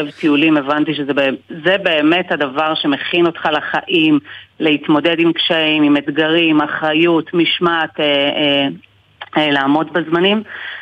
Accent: Argentina; moved away as an adult; now in Israel; האמת שאני מארגנטינה

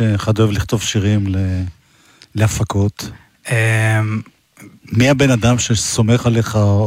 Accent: Jerusalem, Jerusalem District, Israel; אני ירושלמי מבית

